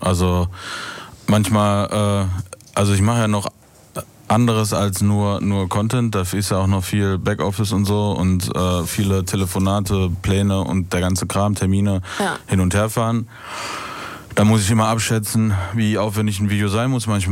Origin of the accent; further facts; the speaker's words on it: North Rhine-Westphalia, Germany; ich komme aus dem Ruhrpott